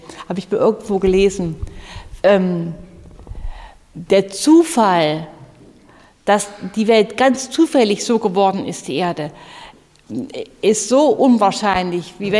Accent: Nordhausen, Thuringia, Germany; Ich habe noch 3 Brüder und ich bin in Nordhausen groß geworden, hier in Thüringen, am Fuße des Harzes. Meine Eltern waren katholisch.

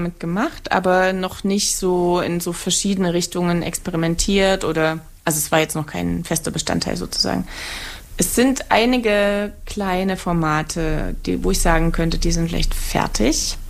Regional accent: Saxony, Germany

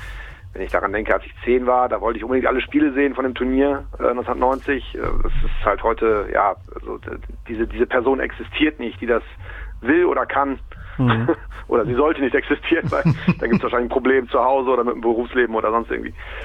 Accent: Cologne, North Rhine-Westphalia, Germany

